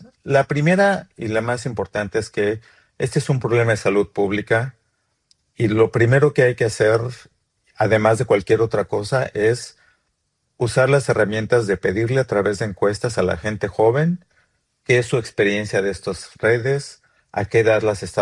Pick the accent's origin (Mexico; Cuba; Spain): Mexico; born there; also born or lived in England; Yo nací en México. Empecé a trabajar para IBM en la Ciudad de México a los 15 años.